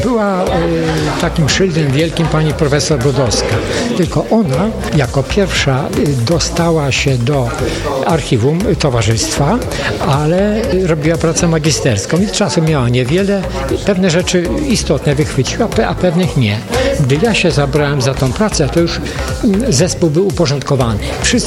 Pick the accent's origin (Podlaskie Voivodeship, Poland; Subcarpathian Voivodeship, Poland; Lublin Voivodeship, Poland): Lublin Voivodeship, Poland; Brodzica; Ja niedawno wydałem monografię swojej wsi, bo pochodzę z Brodzicy spod Hrubieszowa